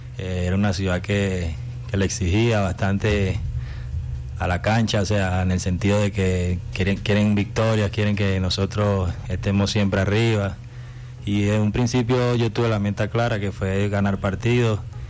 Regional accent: Caracas, Capital District, Venezuela; moved away; vengo de Caracas, Venezuela.

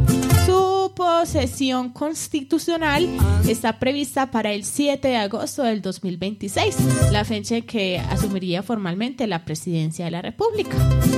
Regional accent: Colombia; de nuestro corazón como colombiana

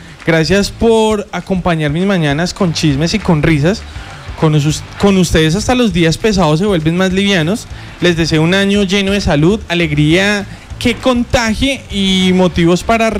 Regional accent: Colombia; yo no sé si a todos nos pasa como colombianos.

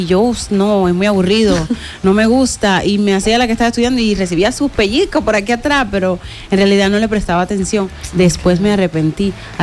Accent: Cuba; En Cuba, crecí en Cuba, me crié con mis abuelitos, y esa señora vivía enfrente

